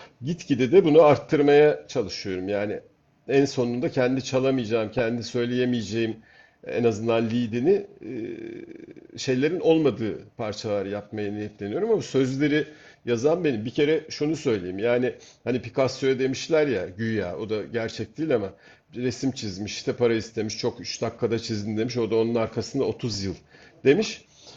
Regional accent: Rumelia, Turkey; Bunu da mesela ben Balkan'ım demem kendime. Ben Rumeliyim. Neden? Çünkü ben bu ülkenin insanıyım.

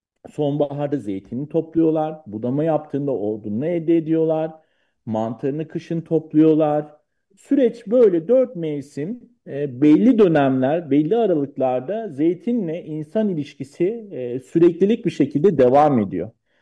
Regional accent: Seferihisar, İzmir, Turkey; Bunlardan bir tanesi Seferistan'ın Orhanlı Vadisi. Ben de bu kültürde büyüdüm

